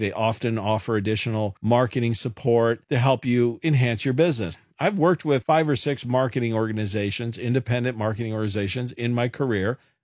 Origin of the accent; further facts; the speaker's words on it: Kansas City, United States; I'm born and raised in Kansas City